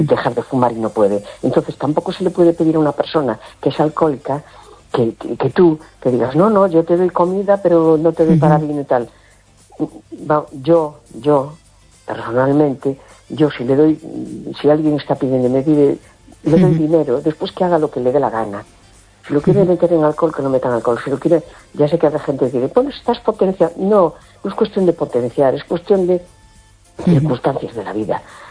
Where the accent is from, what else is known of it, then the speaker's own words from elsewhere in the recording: A Coruña, Galicia, Spain; Hola, buenas noches … de La Coruña.